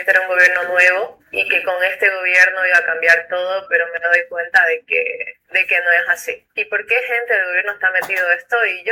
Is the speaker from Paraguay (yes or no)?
no; Santa Cruz, Bolivia; porque es una vergüenza, como mujer cruceña lo digo, que tengamos ministro allá en La Paz